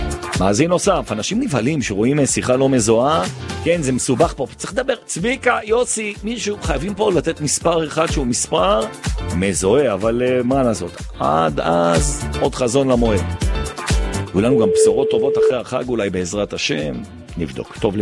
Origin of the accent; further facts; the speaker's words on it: Jerusalem, Jerusalem District, Israel; תגיד לי, דוגרי, אני ואתה, ירושלמי לירושלמי.